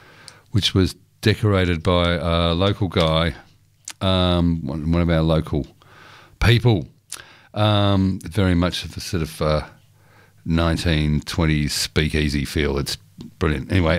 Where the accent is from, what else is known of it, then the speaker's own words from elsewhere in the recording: Woodend, Victoria, Australia; also born or lived in Stockholm / London / Florence; I came here from over west, and although I grew up in Woodend, I have never been happier. And I've lived in Stockholm, London, Florence.